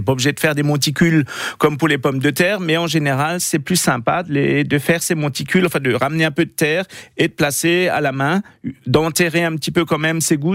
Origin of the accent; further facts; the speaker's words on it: Grand Est, France; on utilise plutôt du blanc et du violet chez nous en Alsace.